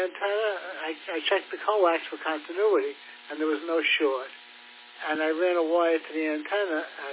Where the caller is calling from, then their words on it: East Islip, New York, United States; We had just moved to East Islip, and we moved there in somewhere around March, in May, actually. We bought the house in March and moved in May.